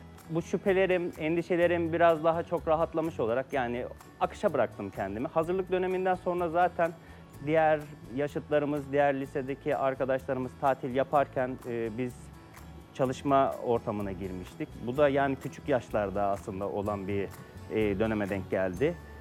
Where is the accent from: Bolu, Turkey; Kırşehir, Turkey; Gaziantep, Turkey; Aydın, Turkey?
Bolu, Turkey; Mengen; born there; moved away as an adult; also born or lived in Zonguldak / Istanbul / Bursa; 1989, Bolu Mengen doğumluyum. Aslen Zonguldaklıyım. Ama babamın işi sebebiyle Bolu Mengen'e yerleşmişiz. Babam devlet memuru olarak görev aldıktan sonra Mengen'de yaşamaya başlamışız. Ama ailemizin çoğunluğu Zonguldak tarafında yaşamaktadır.